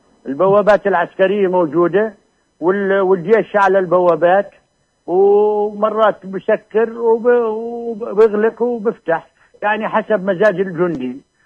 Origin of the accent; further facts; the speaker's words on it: Taybeh, West Bank, Palestine; في أراضينا، أراضي بلدة الطيبة